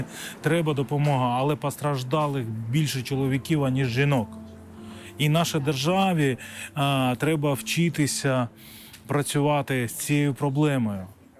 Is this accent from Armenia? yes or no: yes; Yerevan, Armenia; Я народився в Вірменії, в місті Єреван. Жив там зі своїми батьками.